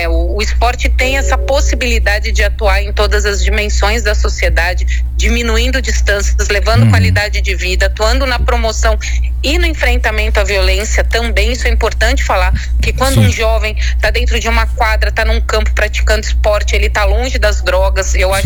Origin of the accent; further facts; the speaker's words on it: Santa Adélia, São Paulo, Brazil; As minhas raízes são aqui de Santa Adélia, povo bom